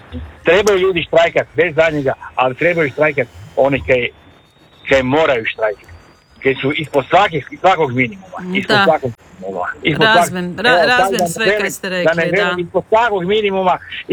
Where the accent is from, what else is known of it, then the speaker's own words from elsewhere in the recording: Zagreb, City of Zagreb, Croatia; Ja sam rođeni Zagrepčanin, branitelj sam, sad da ne dužim dalje.